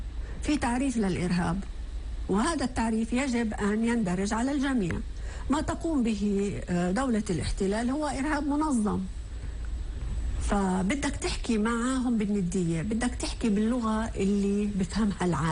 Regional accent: Palestine; حقوقي كفلسطيني

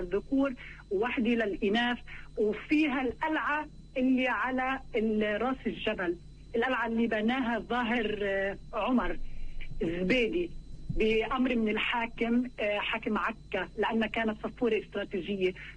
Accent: Lebanon; now in Sweden; ما عنديش أصلا باسبور لأن إحنا من فلسطينية لبنان، فلما جيت على السويد

